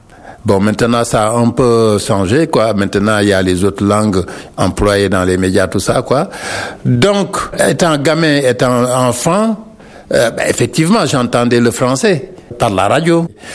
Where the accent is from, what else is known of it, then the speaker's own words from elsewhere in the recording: Dakar, Senegal; first language Wolof; French is a second language; moved away as an adult; now in France; je suis né au Sénégal, à Dakar, en 1958. J'ai grandi là-bas jusqu'à l'âge de 23 ans. C'est à partir de 23 ans que je suis arrivé en France